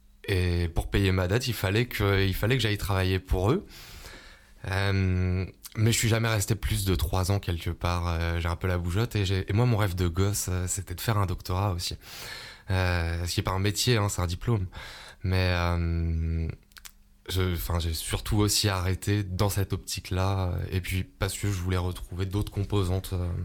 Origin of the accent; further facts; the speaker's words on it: Aubenas, Auvergne-Rhône-Alpes, France; born there; moved away; also born or lived in Lyon; Je suis né à l'hôpital, à la clinique d'Aubenas. Même pas à l'hôpital, non, à la clinique d'Aubenas.